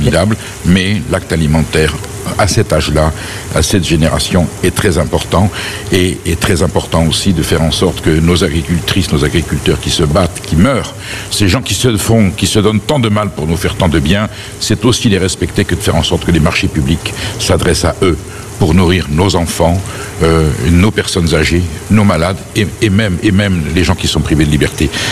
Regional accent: Nouvelle-Aquitaine, France; Alors, vous êtes béarnaise, je suis basque, ça va très bien se passer?

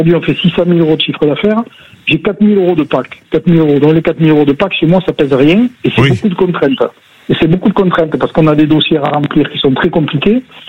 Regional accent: Razimet, Nouvelle-Aquitaine, France; Moi, je suis pas de Tonneins, c'est à côté. Un petit village qui s'appelle Razimé.

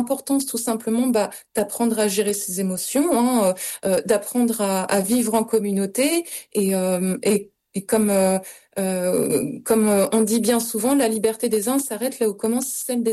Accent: France; born there; Je suis née en France et c'est la terre qui m'a portée et c'est la terre qui me porte tous les jours.

